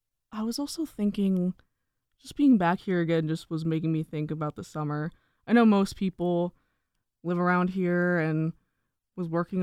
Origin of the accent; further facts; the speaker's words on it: Pennsylvania, United States; moved away; I am from Pennsylvania, and you know, I was going to a local concert in Stroudsburg.